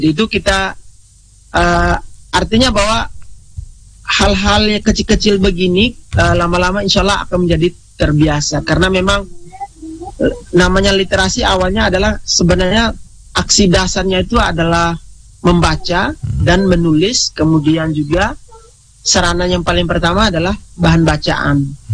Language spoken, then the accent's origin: Indonesian; Ende Island, East Nusa Tenggara, Indonesia; sebagai anak Pulau Ende, pemuda Pulau Ende